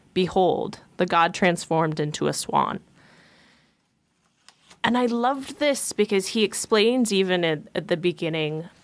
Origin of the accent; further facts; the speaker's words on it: Palmer, Alaska, United States; I was born and raised in Palmer.